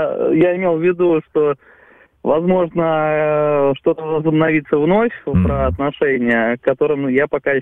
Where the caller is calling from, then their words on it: Saint Petersburg, Russia; с Санкт-Петербурга.